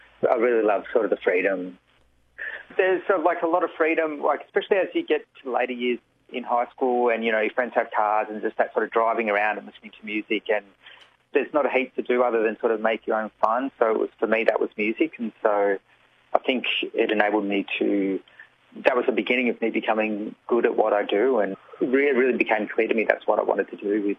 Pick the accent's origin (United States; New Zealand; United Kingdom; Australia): Australia; Werribee, Victoria; I grew up in Werribee in Melbourne's West, and so we moved up there when I started high school. So I was up there for my high school years.